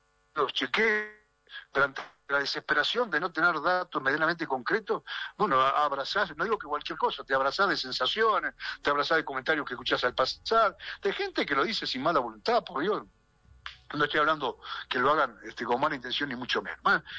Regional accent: Uruguay; Los responsables somos los uruguayos.

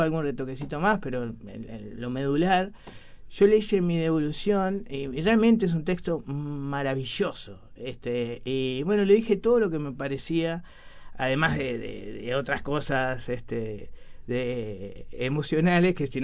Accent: Montevideo, Uruguay; Somos de Villa Española los dos.

